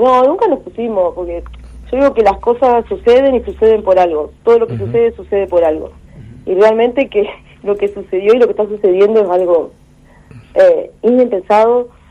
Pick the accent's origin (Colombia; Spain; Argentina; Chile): Argentina; Santa Fe; Primero que somos de Santa Fe, …, sí, de Santa Fe